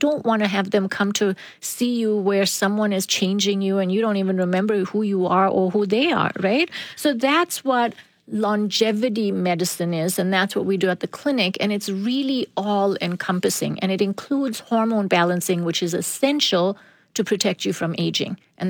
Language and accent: English; South Africa; moved away as an adult; I'm from South Africa